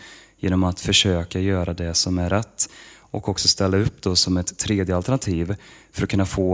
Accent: Västra Götaland County, Sweden; jag är en västgöte utan dansskor.

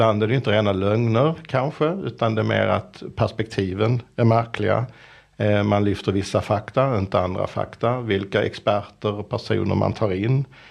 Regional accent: Skåne, Sweden; accent: Scanian; jag tycker att skånska är väldigt fult och jag tycker inte om min egen dialekt.

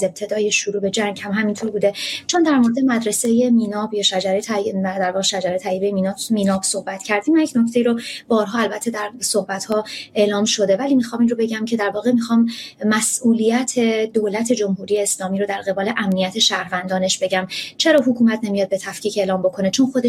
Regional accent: Iran; moved away; ماهایی که در ایران سالها رو بزرگ شدیم،

